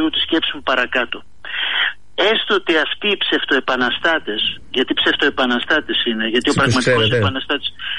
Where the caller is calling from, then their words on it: Thessaloniki, Central Macedonia, Greece; Το γνωρίζω, ως Θεσσαλονικιός.